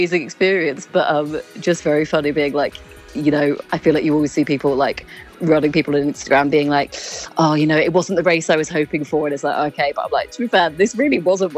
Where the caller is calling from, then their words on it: London, United Kingdom; I'm in Bow in East London.